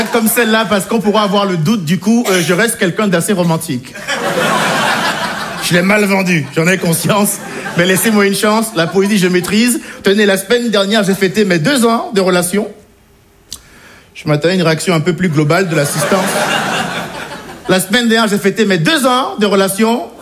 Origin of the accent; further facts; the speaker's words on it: France; Je suis français, assimilé, je le précise, parce que même quand t'es assimilé comme moi